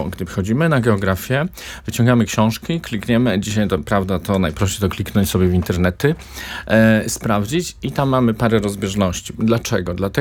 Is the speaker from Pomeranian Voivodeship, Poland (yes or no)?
no; Podlaskie Voivodeship, Poland; born there; moved away; to jest taka mała wioska, skąd ja pochodzę z urodzenia, na ziemia suwalska